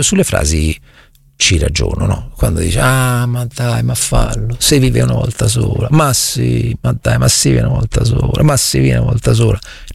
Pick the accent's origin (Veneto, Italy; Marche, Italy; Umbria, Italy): Marche, Italy; Recanati; accent: Marchigiano dialect, with Roman digressions; moved away; a Recanati nel mio paese